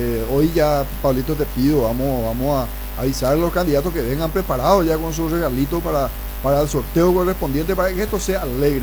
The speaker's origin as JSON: {"language": "Spanish", "country": "Paraguay"}